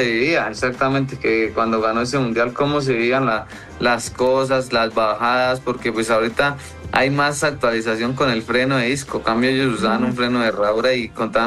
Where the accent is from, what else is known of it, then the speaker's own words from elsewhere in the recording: Duitama, Boyacá, Colombia; Sí, yo nací aquí en Duitama, Boyacá.